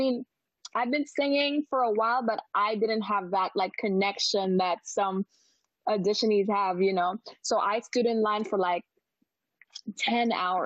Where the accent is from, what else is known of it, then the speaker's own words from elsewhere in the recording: Philippines; So I grew up in the Philippines, you know. I started singing around the house when I was 2 years old. Yung mom ko na nag-adopt sa akin, because I was raised by both Filipino parents. I'm Black and Filipino, but I was abandoned as a kid